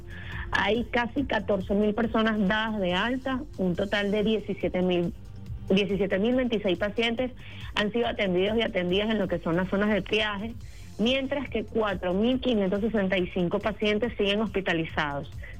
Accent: Venezuela; sino también con ese quehacer del arte, de la identidad, del reencontrarnos como venezolanos y venezolanas

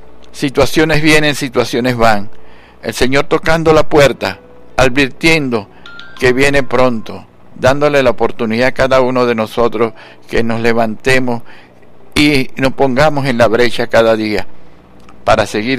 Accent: Venezuela

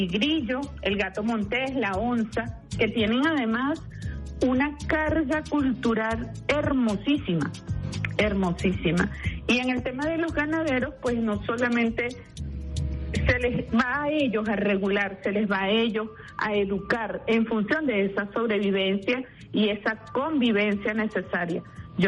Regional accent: Venezuela; nosotros como venezolanos y venezolanas debemos sentirlo y hacerlo sentir de esa manera.

